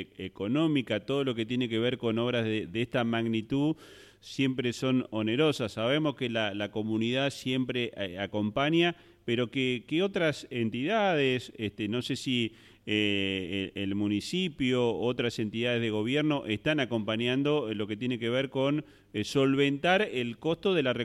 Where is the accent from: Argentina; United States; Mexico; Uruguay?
Argentina; Santa Fe; moved away as an adult; now in Santo Tomé, Argentina; Yo soy santafesino, pero santotomecino por adopción. Después de que me casé, me llevaron para la ciudad de Santo Tomé. Hoy soy un santotomecino.